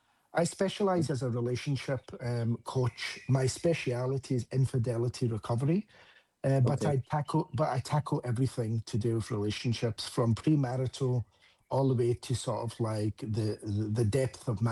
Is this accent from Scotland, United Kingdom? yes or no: yes; Scotland, United Kingdom; accent: Scottish; now in United States; because obviously I'm born and raised in the UK, as you can tell, I've got a Scottish accent, I'm actually from Scotland. But then now almost being in the US for 10 years